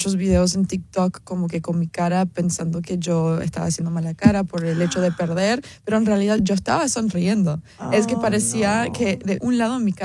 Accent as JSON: {"language": "Spanish", "country": "Cuba", "said": "Obviamente yo soy cubana, libertad. Y además soy reina de belleza."}